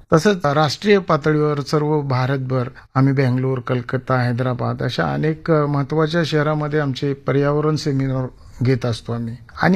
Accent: Asavali, Maharashtra, India; also born or lived in Bavda, Khandala taluka, Satara district; आसवली येथे माझे मूळ गाव असल्याने माझे शिक्षण माझ्या गावच्या इथे झाले. माझ्या या आसवली गावच्या तिन्ही बाजूंनी डोंगर आहेत आणि माझी शेतीही डोंगराच्या पायथ्याला आहे.

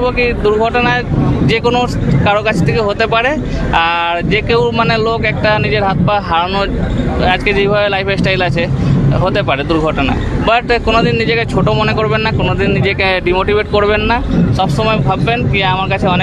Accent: India; আমি ভারতের ছেলে, যারা মানে কোনো পরিস্থিতিতে কোনো ডিফিকাল্টিতে থেমে দাঁড়ায় না

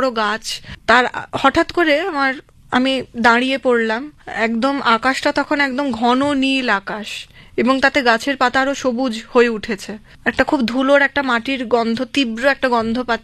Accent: West Bengal, India; first language Bengali; আমি বাঙালির মেয়ে, আমার মাতৃভাষা বাঙালি মানে বাংলা

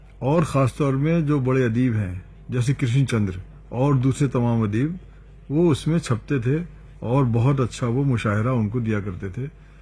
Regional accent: Uttar Pradesh, India; first language Urdu; और चूंकि मैं एक ऐसे इलाके का रहने वाला हूं जहां उर्दू मादरी जबान है, यूपी से हूं मैं

